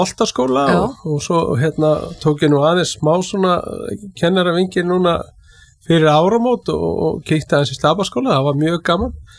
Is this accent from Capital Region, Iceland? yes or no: no; Keflavík, Southern Peninsula, Iceland; nýorðin 50-ur, borinn á Badfætur, Reykjanesbæ.